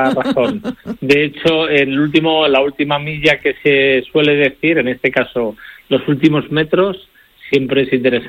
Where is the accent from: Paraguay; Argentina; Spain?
Spain; Arganda del Rey, Community of Madrid; Claro, yo soy del municipio de Madrid, de Arganda del Rey.